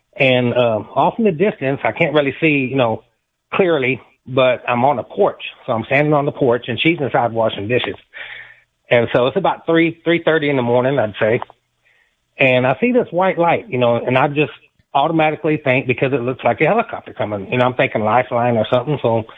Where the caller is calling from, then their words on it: Live Oak County, Texas, United States; I'm in South Central Texas, Live Oak County area.